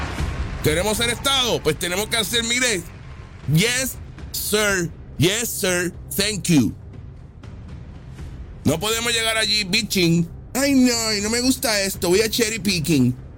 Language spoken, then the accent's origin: Spanish; Puerto Rico; Tenemos que vivirlo, somos americanos, Puerto Rico USA y Puerto Rico USA.